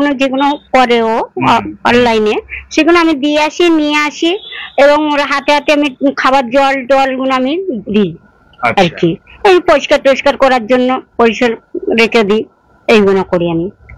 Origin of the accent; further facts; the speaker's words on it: Kolkata, West Bengal, India; moved away as an adult; আমি তো কলকাতার মেয়ে, আমার এখানে বিয়ে হয়েছে